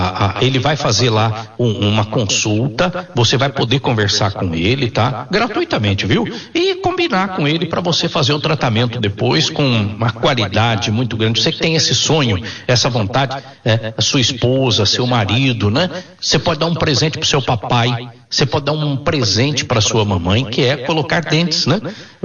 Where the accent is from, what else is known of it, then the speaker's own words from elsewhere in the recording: Minas Gerais, Brazil; Nós somos mineiros, né, doutor? Gostamos de uma barriguinha de porco.